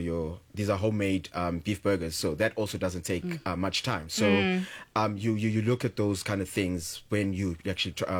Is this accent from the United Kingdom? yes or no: no; Soweto, Gauteng, South Africa; I'm born and bred in Middleland, Soweto